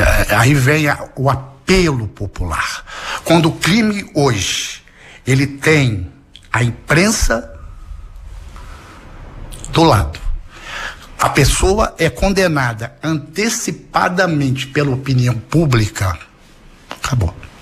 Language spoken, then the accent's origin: Portuguese; Rio de Janeiro, Brazil; eu sou da cidade do interior do Rio de Janeiro, né? Eu sou lá da região dos Lagos.